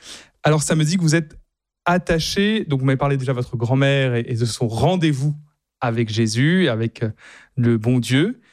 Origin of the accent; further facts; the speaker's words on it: Réunion; Est-ce qu'en Martinique, moi je suis de La Réunion, hein, est-ce qu'en Martinique il y a un attachement à la Vierge Marie aussi?